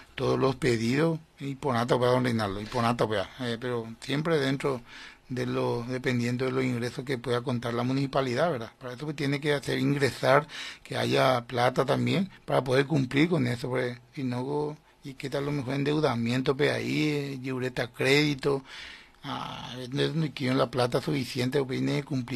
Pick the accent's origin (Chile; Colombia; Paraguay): Paraguay; Carapeguá, Paraguarí; como ciudadano carapegüeño, como paraguayo que somos.